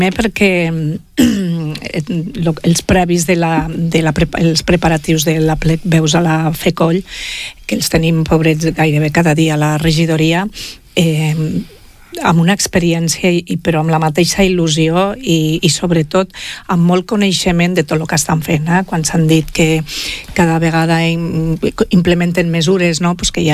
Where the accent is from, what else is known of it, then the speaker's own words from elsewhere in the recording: Lleida, Catalonia, Spain; com a lleidatans i lleidatanes podem estar orgullosos